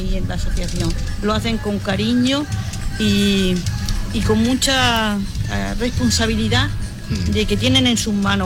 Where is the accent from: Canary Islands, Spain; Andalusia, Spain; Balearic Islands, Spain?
Andalusia, Spain; Arboleas; now in Mojácar, Spain; en una aldea de mi pueblo de Arbolea, en La Cinta